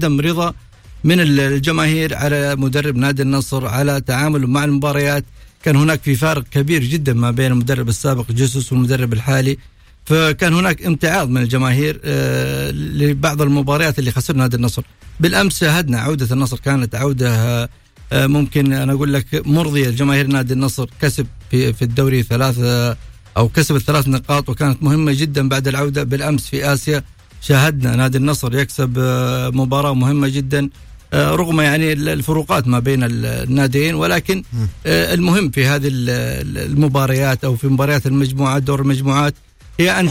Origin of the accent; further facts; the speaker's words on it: Saudi Arabia